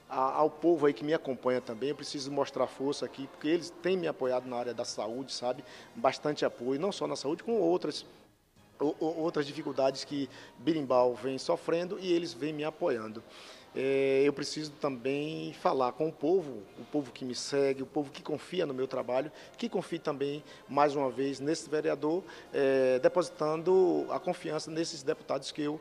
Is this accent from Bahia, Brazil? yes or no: yes; Bahia, Brazil; Não só no Brasil, mas na Bahia, principalmente na Bahia, onde nós somos moradores da Bahia. É isso aí, somos baianos